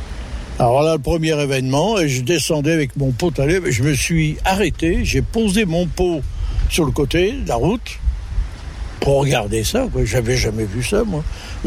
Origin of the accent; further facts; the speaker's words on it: Auvergne-Rhône-Alpes, France; born there; also born or lived in Valbonnais / Saint-Marcellin; J'habitais la Saône à l'époque, où mon père était receveur des postes. Et nous sommes restés à la Saône de 41 à la Libération, en 44. En 45. J'ai quitté la Saône en 45. Pour aller dans les Alpes, à Valbonnet.